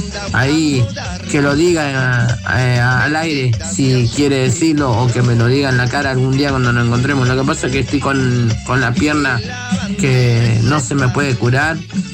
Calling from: Chaco, Argentina; y eso que soy chaqueño

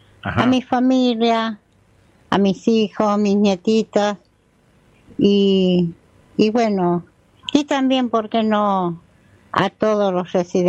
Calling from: Iscayacu, Santiago del Estero, Argentina; de Iscayacu, Santiago del Estero.

